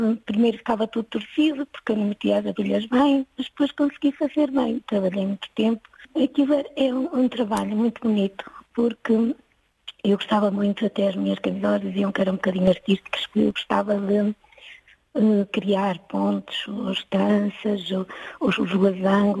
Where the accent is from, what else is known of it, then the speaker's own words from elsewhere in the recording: Vila do Conde, Norte, Portugal; born there; now in Viseu, Portugal; Eu nasci em Vila de Conde, numa aldeia ali perto de, pronto, de mais para lá da Maia, fiquei entre a trofa.